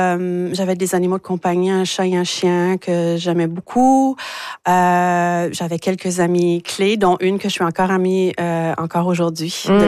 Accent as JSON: {"language": "French", "town": "Caraquet", "region": "New Brunswick", "country": "Canada", "tie": "born or raised there", "also_born_or_lived": "Moncton", "said": "je suis née à Moncton. Et de l'âge de 5 à 16 ans, j'étais à Caraquet."}